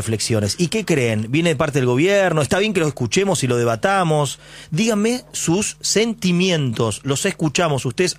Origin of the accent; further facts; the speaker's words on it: Ituzaingó, Buenos Aires Province, Argentina; also born or lived in La Matanza; como yo soy el conurbano, nací en La Matanza, me siento Ituzaingó porque viví toda la vida en Ituzaingó, y soy del conurbano